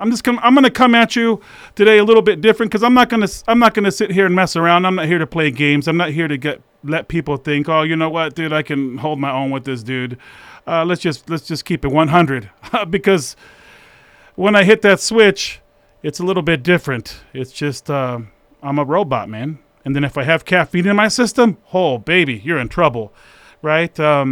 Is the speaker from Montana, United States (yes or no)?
no; San Jose, California, United States; now in Idaho, United States; I come from the Bay. I come from San Jose, but I've called Idaho my home for over 20 plus.